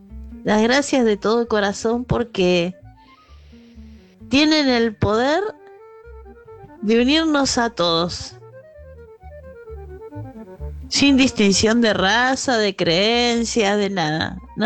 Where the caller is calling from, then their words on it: Caballito, Buenos Aires, Argentina; de Caballito.